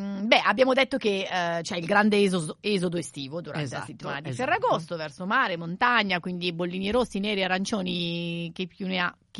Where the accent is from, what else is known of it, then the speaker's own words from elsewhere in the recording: Liguria, Italy; mi ricordo che c'era da noi la sagra del minestrone. In Liguria